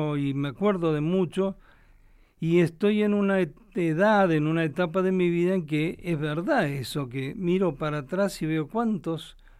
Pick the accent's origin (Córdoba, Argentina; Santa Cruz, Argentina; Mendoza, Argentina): Santa Cruz, Argentina; Caleta Olivia; Yo me crié en Caleta, Olivia.